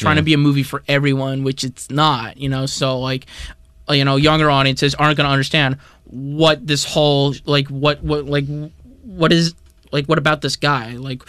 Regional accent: New York, United States; And I knew that this was shot in Boston because, like, I'm from New York, so there were no, like, homeless men on the subways.

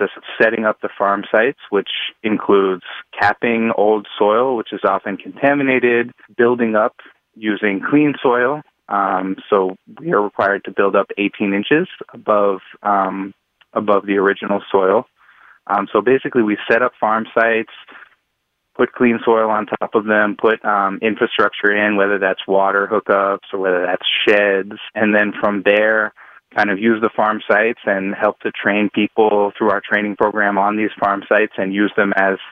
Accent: Dorchester, Massachusetts, United States; I grew up in Dorchester and I certainly didn't think that I could become a farmer. You know, in my mind, becoming a farmer would have meant moving out to Nebraska or something like that.

